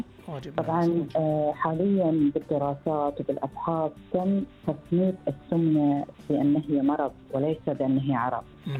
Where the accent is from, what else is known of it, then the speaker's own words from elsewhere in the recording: Bahrain; متوفر عندنا في البحرين.